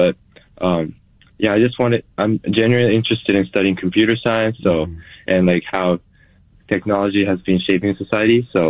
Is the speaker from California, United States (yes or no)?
yes; San Mateo, California, United States; also born or lived in Japan; I'm from San Mateo. I just graduated from Hillsdale High School last week.